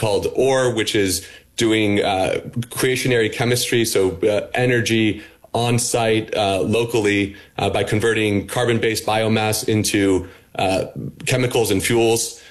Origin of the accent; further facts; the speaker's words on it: United States; Well, you know, me personally, I'm an American